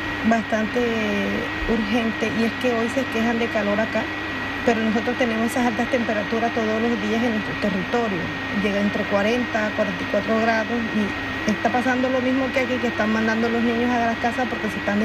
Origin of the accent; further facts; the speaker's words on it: La Guajira, Colombia; yo vengo de la Guajira, Colombia.